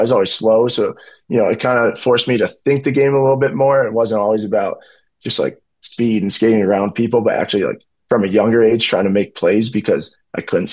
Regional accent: Chicago, Illinois, United States; I'm from Chicago. I'm a diehard Bears fan.

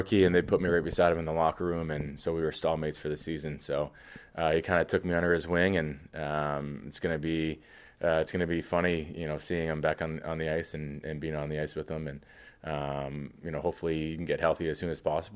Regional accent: Toronto, Ontario, Canada; And I think obviously growing up in Scarborough and Toronto, it's automatically the Leafs

